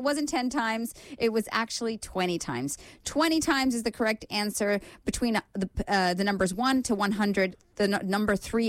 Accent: Canada; moved away; also born or lived in Toronto; Being Canadian, having lived in Toronto myself for the last couple of years.

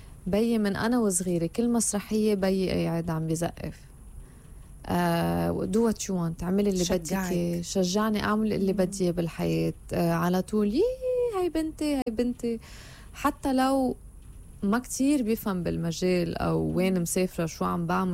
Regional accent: Lebanon; مش هيك أنا لما بيجي لهون بيقولوا لي أنت شو إحساسك كلبنانية عم تشتغلي بمصر؟

